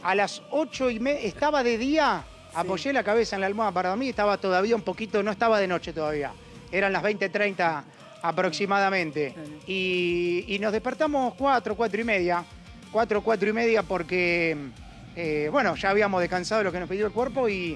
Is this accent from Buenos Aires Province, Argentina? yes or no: yes; Olavarría, Buenos Aires Province, Argentina; Recién estaba hablando con unos amigos de Olavarría y se los dije y se reían, pero es verdad. Mi ciudad natal, mi querida ciudad natal, tiene más movimiento en el centro que esta Kansas City.